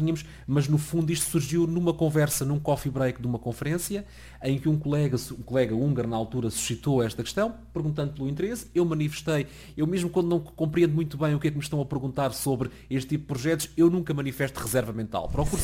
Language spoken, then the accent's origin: Portuguese; Portugal